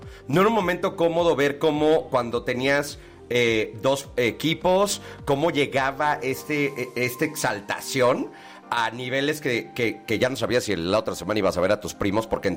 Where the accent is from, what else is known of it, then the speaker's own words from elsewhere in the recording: Mexico; hay una responsabilidad como mexicanos, hay una responsabilidad como anfitriones.